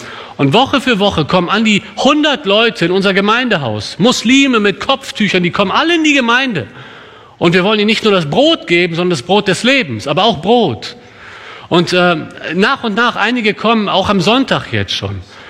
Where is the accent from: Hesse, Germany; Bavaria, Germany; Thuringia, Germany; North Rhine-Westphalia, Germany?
North Rhine-Westphalia, Germany; Cologne; Bei uns in Köln wird der Karneval groß gefeiert.